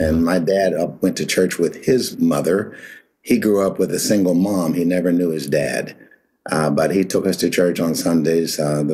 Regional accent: Pittsburgh, Pennsylvania, United States; But that's where I grew up in Pittsburgh, and I had a really low self-image really growing up.

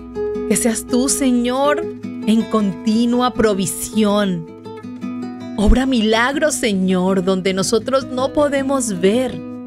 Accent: Venezuela; Acompáñame a seguir orando por mi país.

